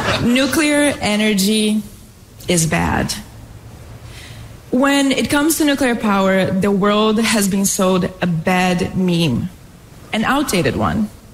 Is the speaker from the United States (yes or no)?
no; Brazil; My wake-up call came after seeing the fires ravage the world in California, in Australia, and in my home country of Brazil.